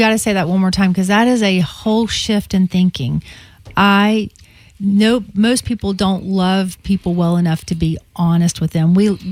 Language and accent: English; the South, United States; I grew up in the South